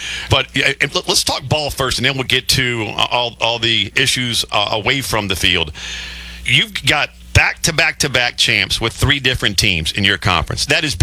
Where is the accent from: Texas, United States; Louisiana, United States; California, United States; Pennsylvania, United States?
Louisiana, United States; Only in my home state, right, would this happen.